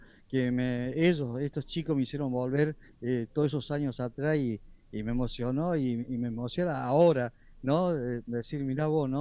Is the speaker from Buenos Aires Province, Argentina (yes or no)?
no; Santa Rosa de Calamuchita, Córdoba, Argentina; moved away; cuando yo vivía en Santa Rosa de Calamuchita, en mi pueblo.